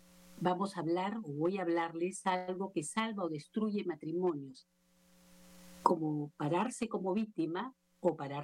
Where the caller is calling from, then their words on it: Lima, Peru; les hablo desde Lima, Perú. Por acá el clima muy variado, muy cambiante, hace frío, hace calor.